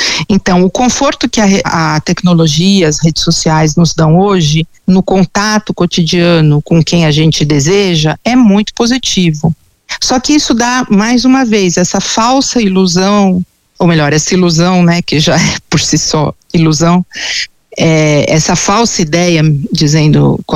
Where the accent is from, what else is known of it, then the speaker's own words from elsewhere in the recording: São Paulo, Brazil; eu sou aqui de São Paulo, eu desci em Cumbica, e eu até hoje eu moro na Zona Leste, na época eu morava aqui também, né, mas num outro bairro.